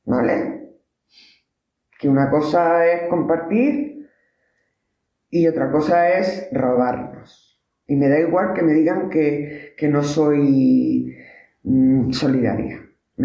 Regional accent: Huesca, Aragon, Spain; now in Granada, Spain; Y yo ya como llevo 7 años, luego ya soy de Granada. No, nunca seré de Huesca.

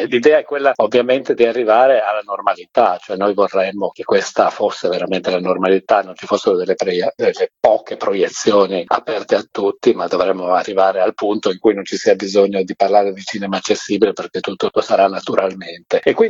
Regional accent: Udine, Friuli-Venezia Giulia, Italy; Udine è la mia città d'origine

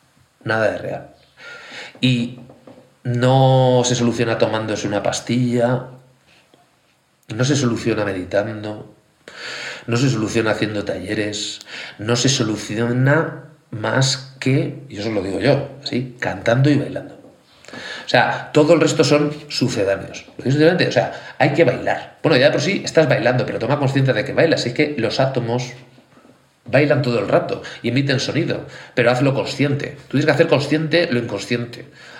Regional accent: Valencia, Valencian Community, Spain; soy urbanita, o sea, nací en Valencia y he vivido hasta la mayoría de mi vida realmente en Valencia, que ahora vivo en el campo.

